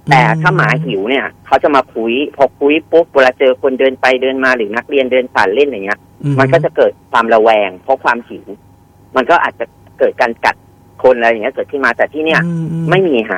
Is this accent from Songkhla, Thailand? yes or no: no; Pattaya, Chonburi, Thailand; ผมเป็นคนพัทยา